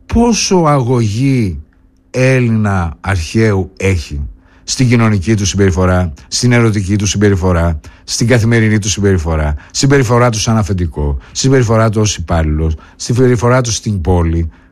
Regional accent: Thessaloniki, Central Macedonia, Greece; accent: Attic dialect; Έτυχε να είμαι Θεσσαλονικιός που είχα Αττική διάλεκτο και μου λέγανε: πού είσαι από Θεσσαλονίκη? Αποκλείεται να είσαι από Θεσσαλονίκη, δεν έχεις το λό, δεν το χαλαρώ.

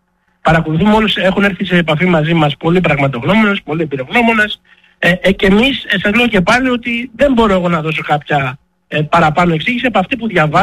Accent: Greece; ως Έλληνες πολίτες

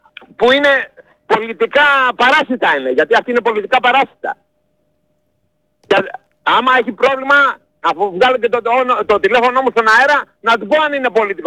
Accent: Piraeus, Attica, Greece; Εντάξει, εγώ δεν είμαι από εδώ. Εγώ είμαι νότιος κάτω, από τον Πειραιά είμαι.

